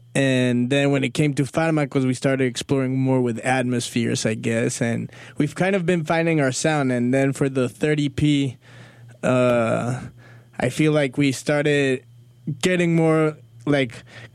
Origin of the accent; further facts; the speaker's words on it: Mexico City, Mexico; Well, we're from Mexico City, so we were like, we have to change it up.